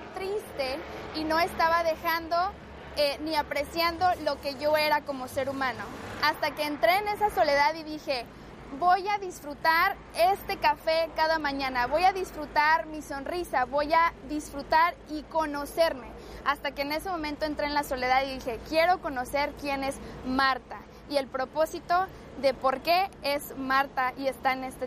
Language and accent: Spanish; Mexico; moved away; yo soy mexicana y en México vivía en un pueblo pequeño, como dicen, pueblo pequeño, infierno grande.